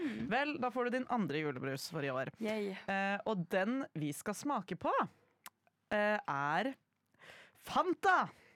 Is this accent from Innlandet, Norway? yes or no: yes; Innlandet, Norway; Jeg er fra Innlandet da, hvor det er veldig vanlig å like den Lillehammer julebrusen.